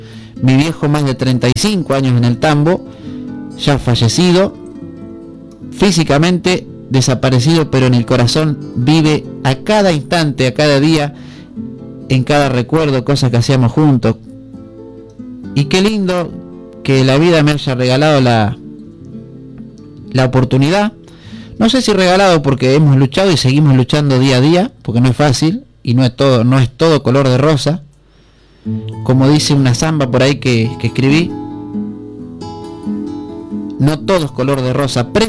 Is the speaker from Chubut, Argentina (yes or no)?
no; San Manuel, Buenos Aires, Argentina; born there; Y estábamos en San Manuel, tenía 15 años yo.